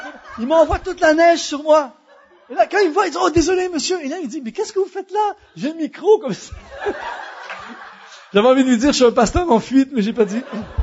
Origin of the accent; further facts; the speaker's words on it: Canada; j'ai vécu une expérience de fou chez nous au Canada il y a quelques mois de ça